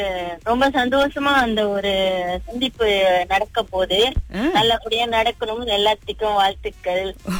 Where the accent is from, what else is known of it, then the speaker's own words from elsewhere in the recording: Bagan Serai, Perak, Malaysia; now in Klang, Malaysia; எங்களோட ஸ்கூல் வந்து நாங்க பிறந்து வளர்ந்ததுல வந்து பகன்சராய் பேரா.